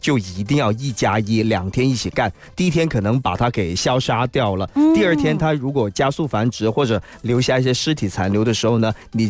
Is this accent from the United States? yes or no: no; China; 我们中国人呢特别在南方传统就是要晾衣服的